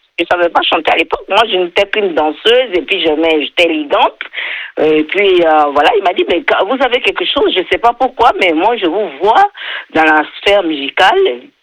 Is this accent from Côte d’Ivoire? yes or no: yes; Côte d’Ivoire; moved away; Parce que nous, les Ivoiriens, dès qu'on finit un album, on va toujours au pays.